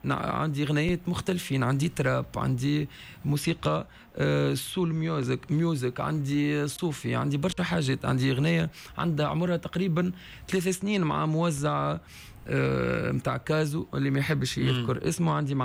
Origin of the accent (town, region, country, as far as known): Tunisia